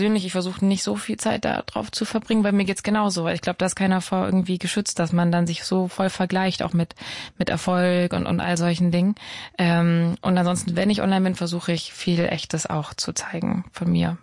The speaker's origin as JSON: {"language": "German", "region": "Baden-Württemberg", "country": "Germany", "tie": "born or raised there", "lives_now": "Berlin, Germany", "said": "Nee, ich war am Bodensee, ich bin ja im Schwabenland aufgewachsen."}